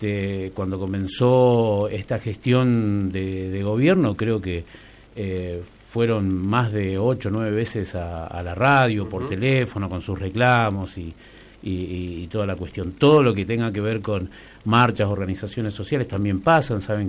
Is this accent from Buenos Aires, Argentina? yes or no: no; Río Negro, Argentina; born there; yo también, sí, soy argentino, nací dentro del territorio nacional, en la provincia de Río Negro.